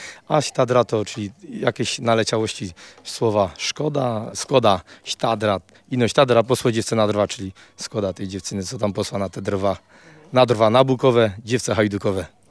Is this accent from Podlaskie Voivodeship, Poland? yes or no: no; Szaflary, Lesser Poland, Poland; Pochodzę ze Saflor, z Szaflar, spod Zakopanego.